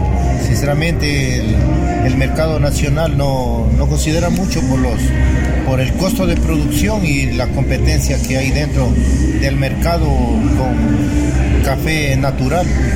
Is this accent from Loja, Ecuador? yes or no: yes; Gonzanamá, Loja, Ecuador; vengo del Cantón Gonzanamá, de la parroquia Rambacona.